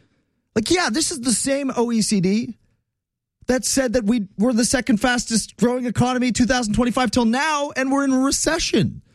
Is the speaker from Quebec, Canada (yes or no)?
yes; Quebec, Canada; I can do a French accent because I'm from Quebec.